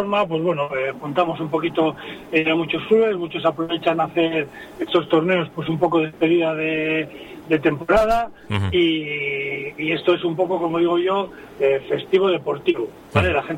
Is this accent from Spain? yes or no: yes; Santoña, Cantabria, Spain; yo soy de Santoña